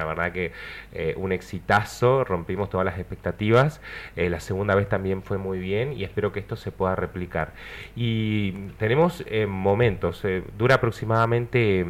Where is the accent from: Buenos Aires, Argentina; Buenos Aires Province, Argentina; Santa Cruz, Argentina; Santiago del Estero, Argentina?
Santa Cruz, Argentina; Río Gallegos; yo soy de acá de Río Gallegos